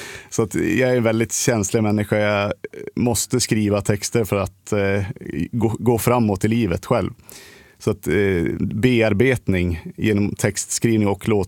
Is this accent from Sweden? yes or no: yes; Västernorrland County, Sweden; att spela på hemmaplan. För då var det ju, ja, men du vet hur det är. Man är från ett litet ställe